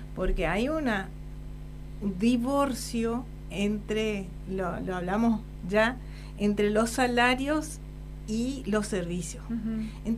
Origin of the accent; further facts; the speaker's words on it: Puerto Rico, Misiones, Argentina; quiero recordar mi pueblo, Puerto Rico. Nos pagábamos los gastos en el secundario. Nosotros. Yo barrí las calles en el pueblo